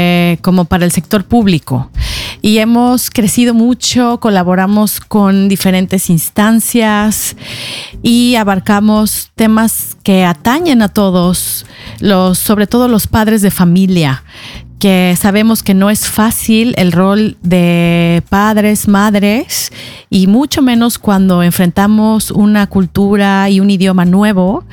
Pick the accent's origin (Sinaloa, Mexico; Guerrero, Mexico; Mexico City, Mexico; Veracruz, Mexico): Mexico City, Mexico; Sí, soy de la Ciudad de México y con MIR estoy desde el 2018.